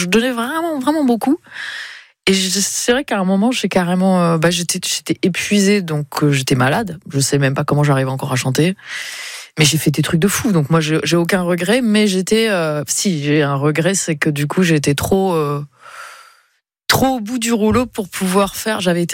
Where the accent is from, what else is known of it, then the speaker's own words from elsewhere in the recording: south of France, France; Attends, je suis du Sud.